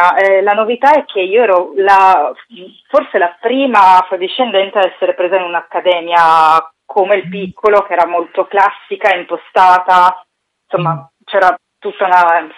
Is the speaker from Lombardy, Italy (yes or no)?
yes; Milan, Lombardy, Italy; also born or lived in Kinshasa, Congo; Io sono cresciuta a Milano.